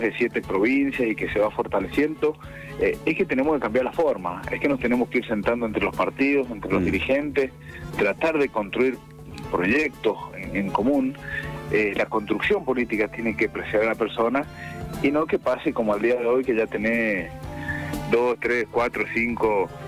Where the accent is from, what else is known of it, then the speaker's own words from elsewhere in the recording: Argentina; los argentinos no nos gusta cómo estábamos